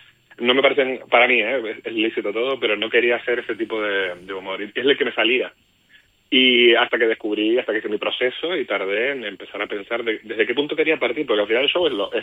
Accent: Tenerife, Canary Islands, Spain; en Tenerife, en mi isla

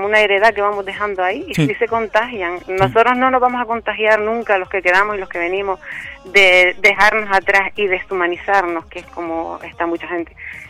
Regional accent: Canary Islands, Spain; Sabemos que Canarias es un pueblo solidario, pero mi pueblo es que vamos, se llama La Palma.

